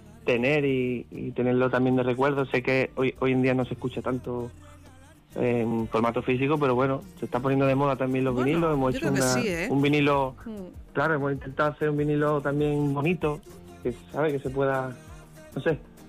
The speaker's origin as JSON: {"language": "Spanish", "region": "Balearic Islands", "country": "Spain", "said": "Mallorca, aquí en mi tierra"}